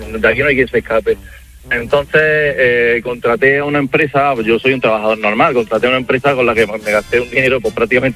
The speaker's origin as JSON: {"language": "Spanish", "town": "Granada", "region": "Andalusia", "country": "Spain", "said": "Yo soy de Granada y salimos de un sitio que seguramente conocerás bien, que es el Mirador de San Miguel Alto."}